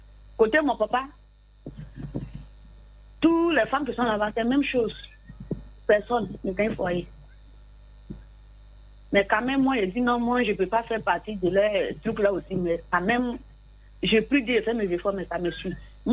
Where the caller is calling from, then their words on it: Bobo-Dioulasso, Hauts-Bassins, Burkina Faso; Je suis à Bobo.